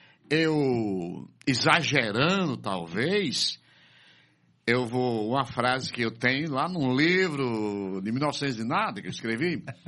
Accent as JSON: {"language": "Portuguese", "town": "Recife", "region": "Pernambuco", "country": "Brazil", "tie": "born there", "said": "Eu nasci em Recife."}